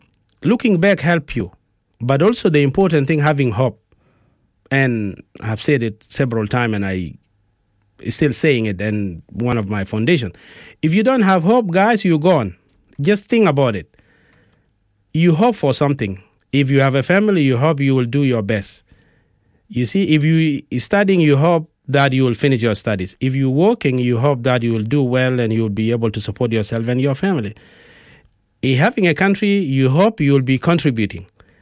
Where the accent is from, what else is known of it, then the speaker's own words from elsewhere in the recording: South Sudan; moved away; also born or lived in Sudan (north); we as South Sudanese